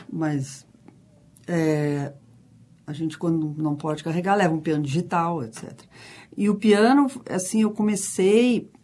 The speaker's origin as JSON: {"language": "Portuguese", "town": "Nova Prata", "region": "Rio Grande do Sul", "country": "Brazil", "also_born_or_lived": "Caxias do Sul / Porto Alegre", "said": "Aí, eu sou de Nova Prata."}